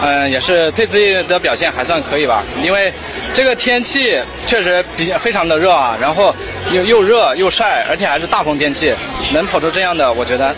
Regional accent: Qinhuangdao, Hebei, China; 因为我是从秦皇岛那边过来的嘛，对于这边相对来说近一些。

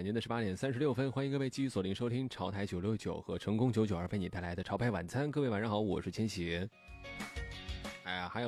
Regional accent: Pingxiang, Jiangxi, China; moved away; 出差的地方还是我老家哈，去萍乡哈

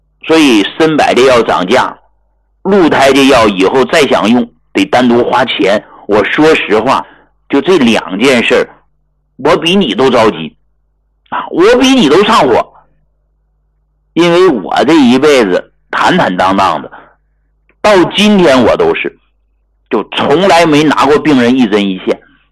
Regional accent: Hegang, Heilongjiang, China; 你看我出身贫苦，我老家啊是黑龙江鹤岗的农村的，那过去啊小的时候跟着父母那是以种地为生的，我们是菜农

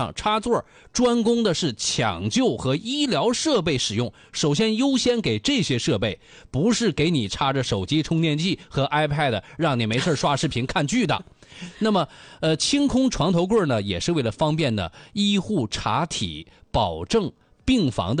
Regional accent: China; 我们是中国人，

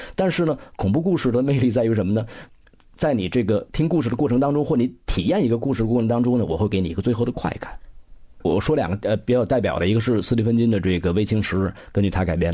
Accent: China

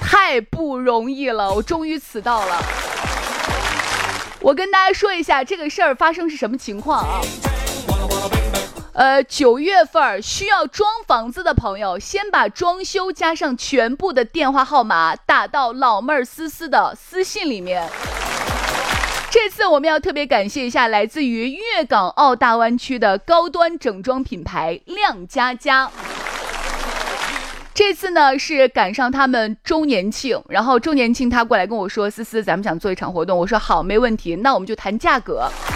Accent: Shaanxi, China; 我们陕西人，我是陕西人

